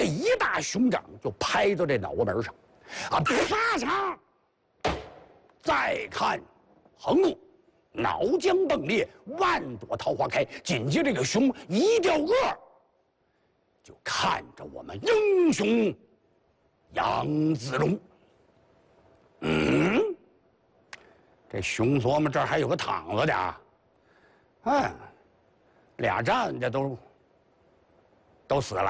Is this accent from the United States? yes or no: no; China; 现在我们中国人